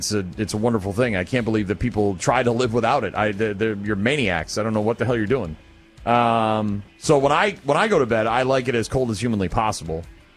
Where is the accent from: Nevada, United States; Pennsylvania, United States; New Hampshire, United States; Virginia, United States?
New Hampshire, United States; New Hampshire, my home state